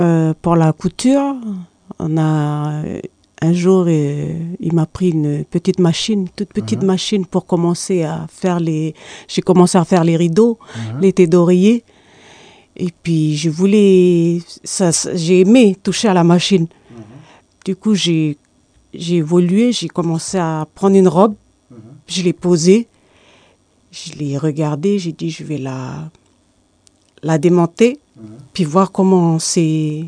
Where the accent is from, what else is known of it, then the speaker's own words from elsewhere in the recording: Ouvéa, Loyalty Islands Province, New Caledonia; Je suis originaire d'Ouvéa. Je suis mariée sur Ponériwa.